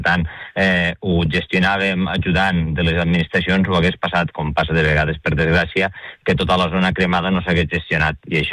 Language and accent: Catalan; Paüls, Catalonia, Spain; Al meu poble, a Paüls